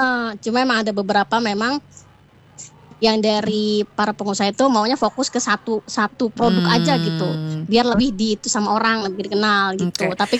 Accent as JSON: {"language": "Indonesian", "region": "Jakarta", "country": "Indonesia", "said": "Aku Jakarta."}